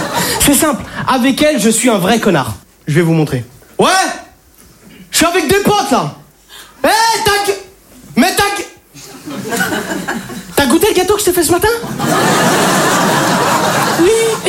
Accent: Algeria; mais quelque part je suis algérien.

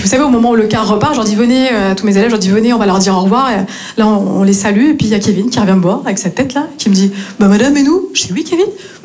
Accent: Northeast France, France; now in Marseille, France

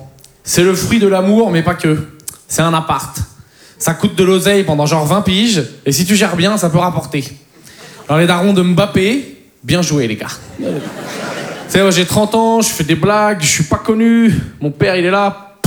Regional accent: Poitiers, Nouvelle-Aquitaine, France; Moi, je viens de Poitiers, j'ai un pote, c'est un kiki.

